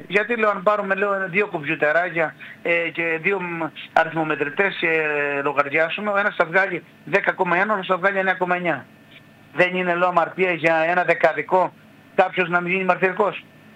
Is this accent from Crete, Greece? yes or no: yes; Crete, Greece